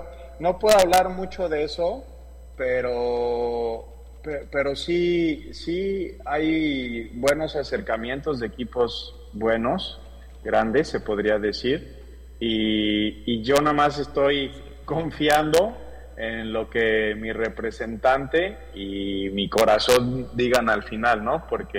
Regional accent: Puebla, Mexico; Yo soy de Puebla, cerca de la capital, a 2 horas.

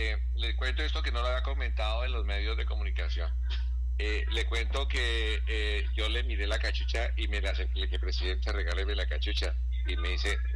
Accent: Acacías, Meta, Colombia; fui el primer acacireño senador

